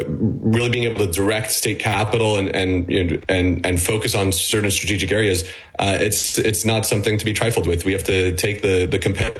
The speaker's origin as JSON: {"language": "English", "country": "United States", "said": "Well, you know, me personally, I'm an American, and so my firm is investing along what we could describe as the U.S.-Israel corridor."}